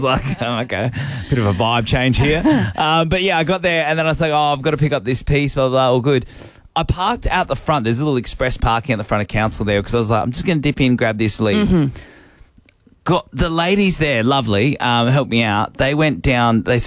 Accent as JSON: {"language": "English", "country": "Australia", "said": "Yeah, but I'm Australian, so he's"}